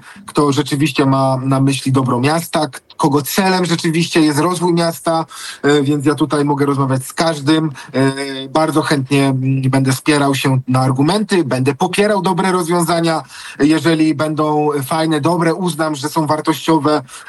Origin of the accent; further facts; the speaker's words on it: Kraków, Lesser Poland, Poland; No, lubię Kraków, bo się tutaj urodziłem. To jest mój dom, w którym i się wychowałem na tym nowochódzkim osiedlu, nowochódzkim podwórku.